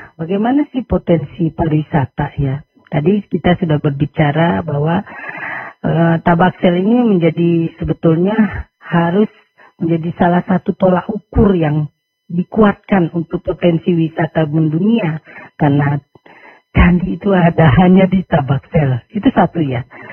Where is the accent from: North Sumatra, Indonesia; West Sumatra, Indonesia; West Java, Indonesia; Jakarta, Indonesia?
North Sumatra, Indonesia; kami adalah orang Angkola.